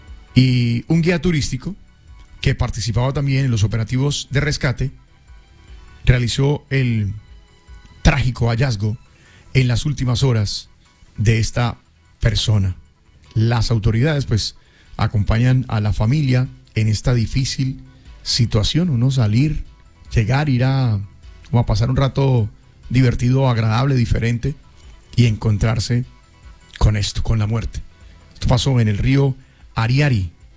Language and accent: Spanish; La Dorada, Caldas, Colombia; now in Meta, Colombia; Estuve en la Dorada Caldas, estuve, sí, en Palanquero, esa es mi tierra.